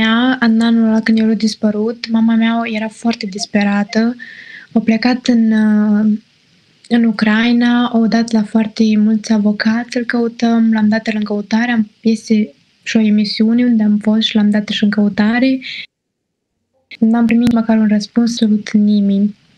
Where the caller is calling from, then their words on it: Moldova; Sunt moldoveancă.